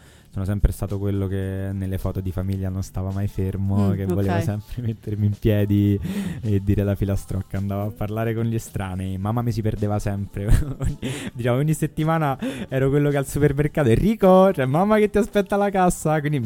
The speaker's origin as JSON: {"language": "Italian", "town": "Rome", "region": "Lazio", "country": "Italy", "tie": "born or raised there", "moved": "as an adult", "lives_now": "Tuscany, Italy", "said": "Sono nato a Roma e cresciuto a Roma"}